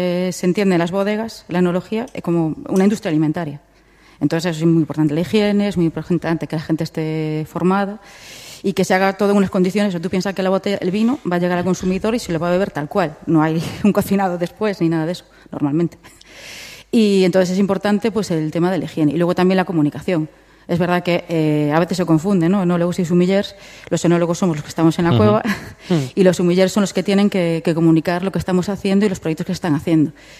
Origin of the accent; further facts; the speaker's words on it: Vilagarcía de Arousa, Galicia, Spain; De donde yo soy, de Villa García de Arousa